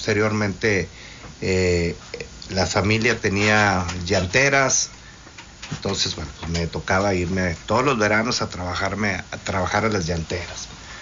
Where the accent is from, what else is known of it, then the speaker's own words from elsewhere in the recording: Ciudad Victoria, Tamaulipas, Mexico; moved away as an adult; soy victorense, tengo dos hijos, Manuel de 24 años, Marcelo de 16 años